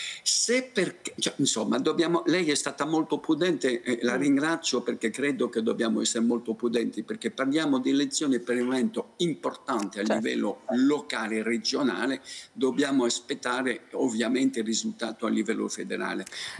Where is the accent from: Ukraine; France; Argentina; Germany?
France; Italian is a second language; nel mio paese, in Francia